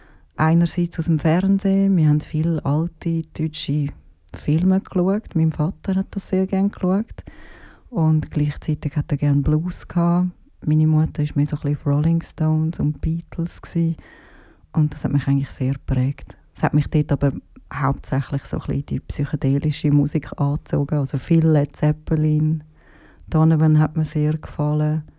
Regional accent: Bülach, Zurich, Switzerland; Also ich bin in Bülach geboren. Genau. Und ja, habe lange dort gelebt, bin dort aufgewachsen, bis als Jugendliche. Dann habe ich die Schule gewechselt, bin auf Zürich gekommen

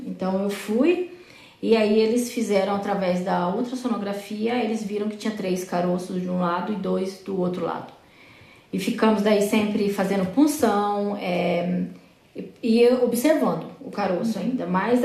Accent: Iguatemi, Mato Grosso do Sul, Brazil; Ah, e venho do Mato Grosso do Sul. Brasil, Mato Grosso do Sul. E Guatemi é uma pequena cidade que fica na fronteira do Paraguai e Argentina.

